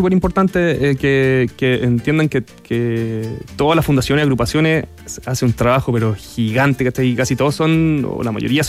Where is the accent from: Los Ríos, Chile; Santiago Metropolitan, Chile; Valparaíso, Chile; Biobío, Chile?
Valparaíso, Chile; San Esteban; Ahora, yo soy en verdad de San Esteban.